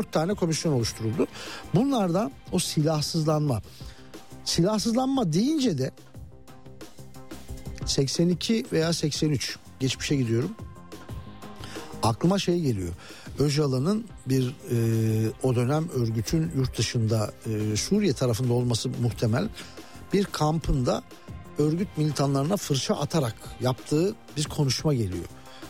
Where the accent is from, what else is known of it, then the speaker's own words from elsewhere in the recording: Muş, Muş Province, Turkey; benim memleketim Muş, Vartolu değil Muşluyum.